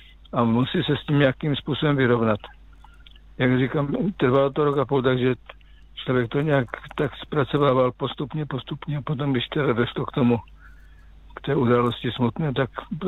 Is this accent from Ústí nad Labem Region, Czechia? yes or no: no; Žaravice, Pardubice Region, Czechia; also born or lived in Kopřivnice; já jsem teda z Kopřivnice, ale vyrůstal jsem v Žaravicích, takže to je 6 km od Brzence.